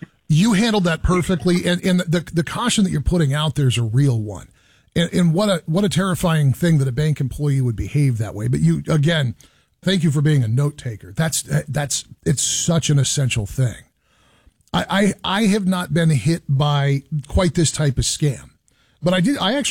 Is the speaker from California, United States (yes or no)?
yes; the Bay Area, California, United States; moved away; so my hometown, the Bay Area.